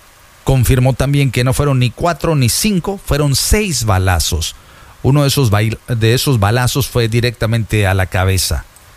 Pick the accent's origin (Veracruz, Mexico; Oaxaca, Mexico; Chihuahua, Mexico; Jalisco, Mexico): Veracruz, Mexico; Yo soy Jarocho.